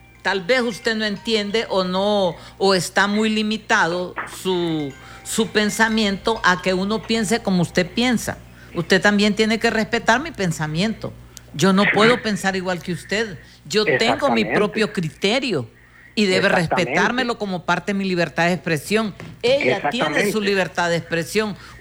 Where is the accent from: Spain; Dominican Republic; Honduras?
Honduras; somos hondureños y amamos este país.